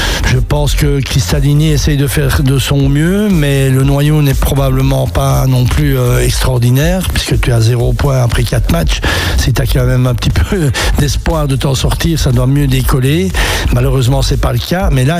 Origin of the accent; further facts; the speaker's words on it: Liège, Wallonia, Belgium; comme on appelle ça chez nous à Liège